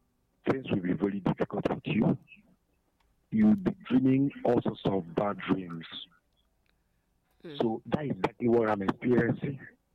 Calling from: Nigeria; I'm calling from Mohofia

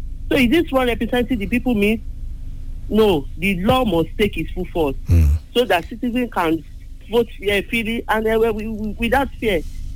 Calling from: Alakia, Nigeria; I was calling from Alakia.

